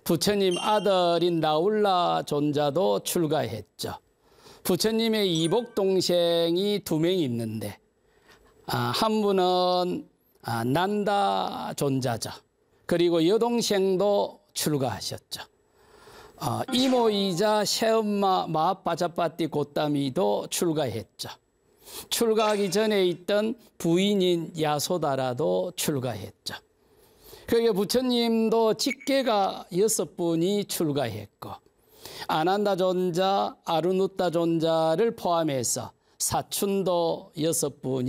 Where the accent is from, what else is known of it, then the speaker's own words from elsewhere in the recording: Samcheonpo, South Gyeongsang, South Korea; 제 고향은 삼천포 실안입니다. 사천만을 빙 둘러서 사천, 삼천포, 고성, 창선, 남해, 하동 이렇게 빙 둘러가지고 있죠.